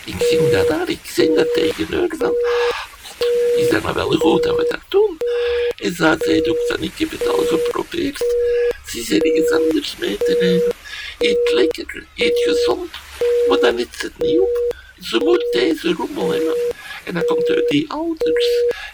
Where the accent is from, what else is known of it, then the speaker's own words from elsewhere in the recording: Belgium; als Belg moet je maar geen slechte frietjes serveren.